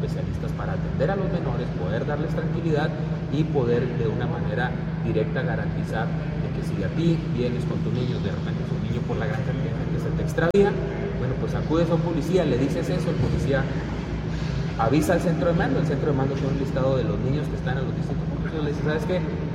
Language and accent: Spanish; Mexico; nos recuerda por qué somos mexicanos.